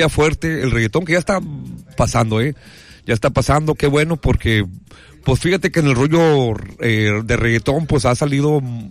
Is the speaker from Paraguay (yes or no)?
no; Mexico; todos somos mexicanos